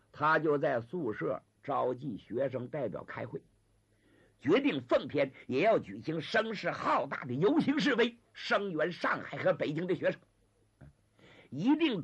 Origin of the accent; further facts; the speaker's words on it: Liaoning, China; 我本身也是辽宁人